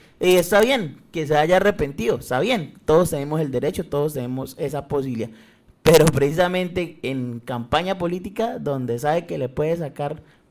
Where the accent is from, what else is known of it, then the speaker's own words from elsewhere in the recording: Colombia; ese punto de resistencia somos nosotros los colombianos.